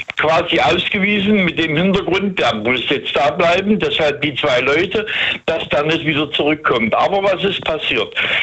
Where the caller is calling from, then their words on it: Langenau, Hesse, Germany; Ich bin jetzt hier in Hessen. In Langenau, das ist eine kleine Stadt bei Frankfurt.